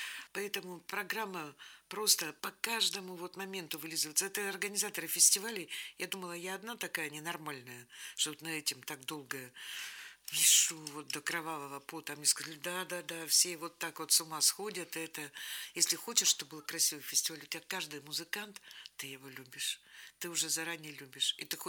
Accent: Vologda, Vologda Oblast, Russia; born or raised there; also born or lived in Saint Petersburg

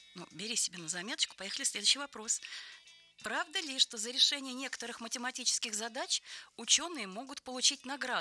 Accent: Kaluga, Kaluga Oblast, Russia; Я тоже из Калуги.

